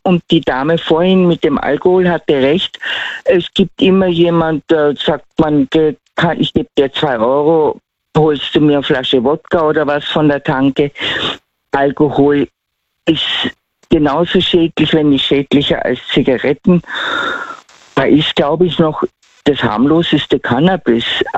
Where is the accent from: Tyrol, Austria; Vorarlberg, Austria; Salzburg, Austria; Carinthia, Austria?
Tyrol, Austria; accent: Tyrolean